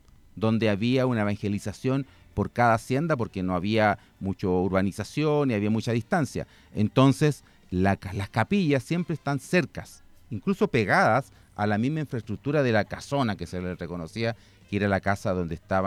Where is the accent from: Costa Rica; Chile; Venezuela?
Chile; Santiago Metropolitan Region; yo soy de Chacabuco